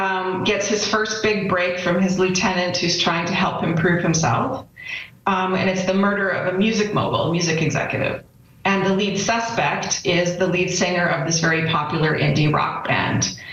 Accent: Calgary, Alberta, Canada; I was born and raised in Calgary, but in some ways a born New Yorker.

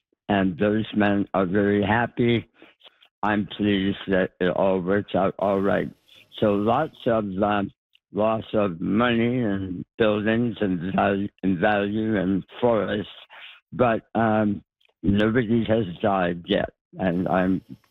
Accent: Northern Canada, Canada; I'm a Northerner. I'm a Canadian.

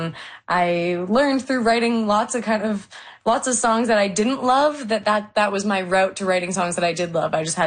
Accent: Vancouver, British Columbia, Canada; I grew up in Vancouver, and I was lucky enough to live in Kitsilano. I grew up in like a hippy-dippy co-op, and I was really close to Kits Beach.

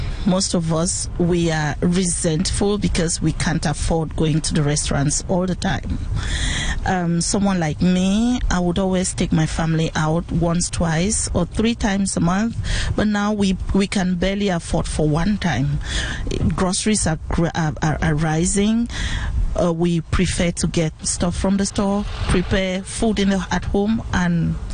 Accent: Cameroon; now in Edmonton, Canada; I am originally from Cameroon.

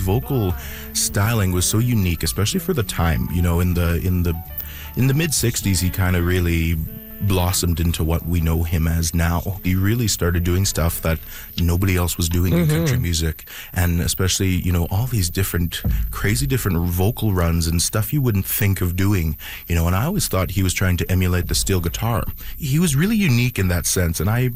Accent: Sucker Creek, Alberta, Canada; I'm from Sucker Creek, but Big Stone is, I have lots

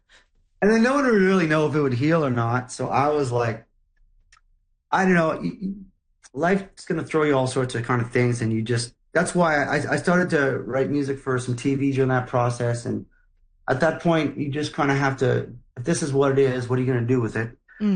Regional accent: Montreal, Quebec, Canada; I grew up in Montreal, so I grew up being exposed

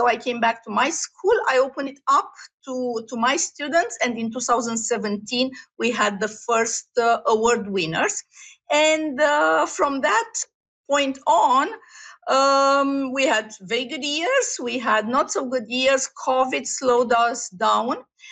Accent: Romania; now in Toronto, Canada; I'm from Romania, came to Toronto

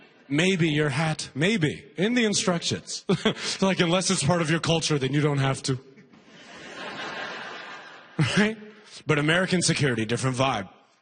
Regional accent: Alberta, Canada; black people, we are vilified in a lot of places. I've had it all. After all, I grew up in Alberta.

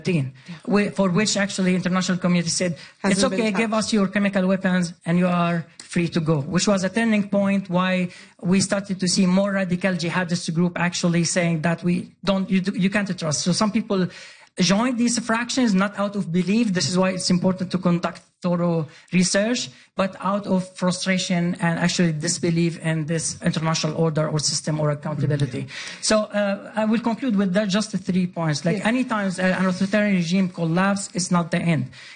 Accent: Sweden; very appreciated because I grew up in Sweden.

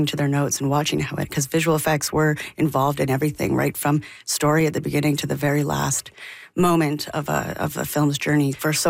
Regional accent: Calgary, Alberta, Canada; also born or lived in Jasper, Alberta; real Albertan. And I grew up half in Jasper and then on a farm or a ranch outside of Calgary for most of my life.

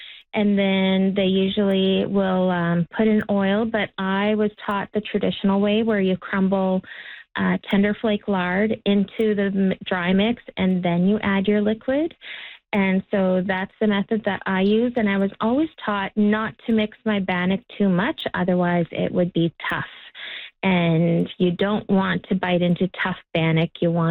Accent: Fort Simpson, Northwest Territories, Canada; was also taught how to make bannock in my culture and language class when I was growing up in Fort Simpson.

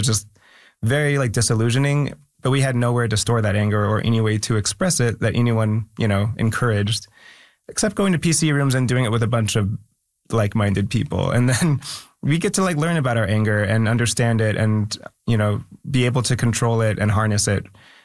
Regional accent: Philippines; Being Filipino, you're not quite grouped in with the other like East Asian diasporic peoples as being like very smart.

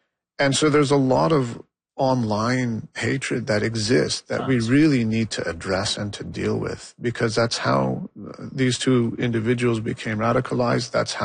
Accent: London, United Kingdom; What steps am I taking as a Londoner, as a member of this community

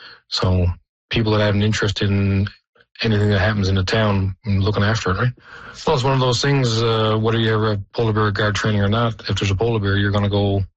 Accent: Black Tickle, Newfoundland and Labrador, Canada; I grew up in Blacktickle, so, I mean, I remember once going into my uncle's house and just getting in through the door and the polar bear walked past the door.

